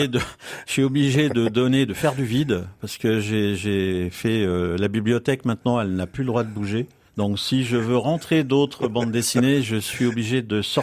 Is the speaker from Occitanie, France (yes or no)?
no; Grand Est, France; now in Auvergne, France; je suis lorrain d'origine, donc arrivé en Auvergne en 78, donc il y a longtemps maintenant.